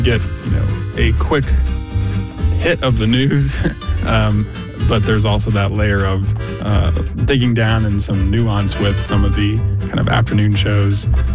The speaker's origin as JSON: {"language": "English", "town": "Cincinnati", "region": "Ohio", "country": "United States", "tie": "born or raised there", "said": "from Madisonville. I grew up listening with my dad."}